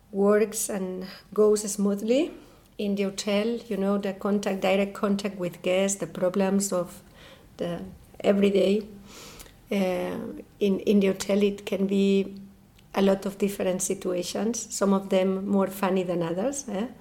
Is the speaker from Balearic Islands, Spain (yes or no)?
no; Barcelona, Catalonia, Spain; English is a second language; moved away as an adult; also born or lived in Italy / Copenhagen; now in Vienna, Austria; I'm coming from Barcelona. I'm 47 years old. I moved to Vienna 3 years ago. And, well, I lived in Italy many, many years, also in Copenhagen